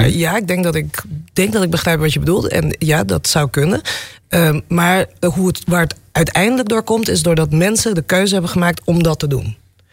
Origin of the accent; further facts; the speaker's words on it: Aruba; now in Netherlands; Ik kom van Aruba